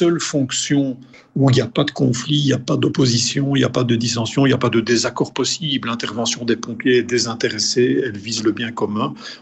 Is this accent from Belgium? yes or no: yes; Belgium; chez nous en Belgique